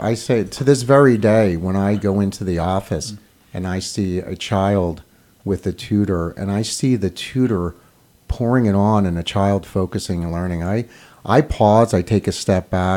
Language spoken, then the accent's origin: English; Philadelphia, Pennsylvania, United States; now in Cape May, United States; So growing up, Victor, you and I have grown up pretty similar. We grew up in Housing Authority in Philadelphia